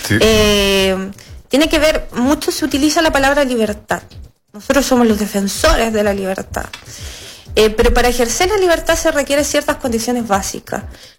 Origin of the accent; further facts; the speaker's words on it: Chile; nosotros como chilenos somos respetuosos de nuestras instituciones.